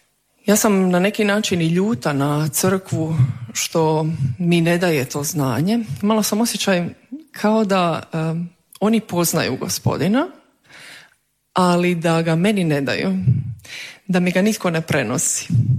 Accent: Rijeka, Primorje-Gorski Kotar County, Croatia; born there; Ja sam rođena u Rijeci pred 33 godine. Rođena sam u jednoj tradicionalnoj riječkoj katoličkoj obitelji.

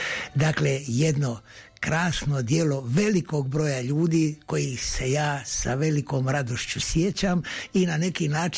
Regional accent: Metković, Dubrovnik-Neretva County, Croatia; mom društvu u Metkoviću, odakle sam ja potekao u ovom smislu

